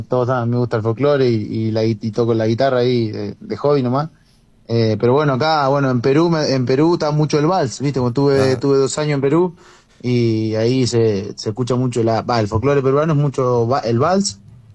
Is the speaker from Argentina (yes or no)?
yes; Argentina; gracias a Messi y todas las cosas que hemos logrado como selección, como argentino, como los futbolistas esos que están ahí en el top.